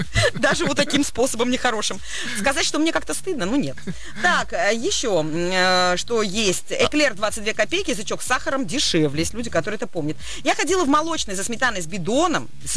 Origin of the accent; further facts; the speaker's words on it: Saint Petersburg, Russia; Я переехала из Ленинграда в Санкт-Петербург в 10 лет. Из Ленинграда в Санкт-Петербург.